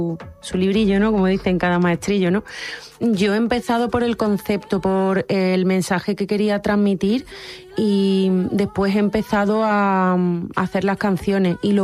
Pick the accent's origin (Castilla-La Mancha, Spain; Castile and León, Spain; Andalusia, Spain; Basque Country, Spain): Andalusia, Spain; Córdoba; moved away; also born or lived in Madrid; Córdoba es mi tierra de origen y para mí es una joya, es un sitio muy, muy especial, pero también amo Madrid porque he pasado casi 6 años en total de mi vida viviendo en Madrid